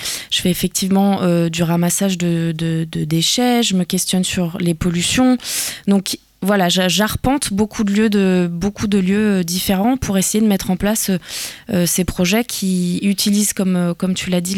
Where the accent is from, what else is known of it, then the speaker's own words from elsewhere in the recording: Île-de-France, France; also born or lived in Saint-Malo area; j'ai grandi en région parisienne, mais je suis originaire de la région de Saint-Malo